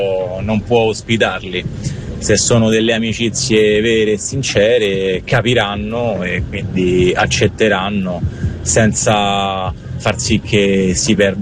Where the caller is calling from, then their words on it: Rome, Lazio, Italy